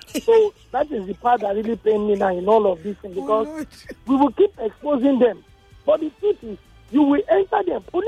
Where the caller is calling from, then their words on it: Nigeria; I'm calling from Morile in Sarigom.